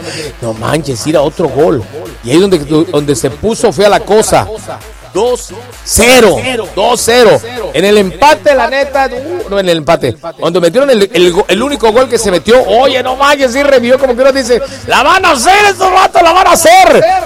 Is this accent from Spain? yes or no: no; Mexico; Somos necios los mexicanos